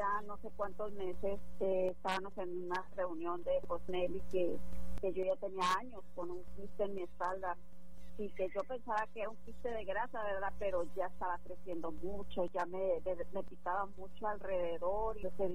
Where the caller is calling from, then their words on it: Juárez, Nuevo León, Mexico; De aquí, de Juárez, Nuevo León.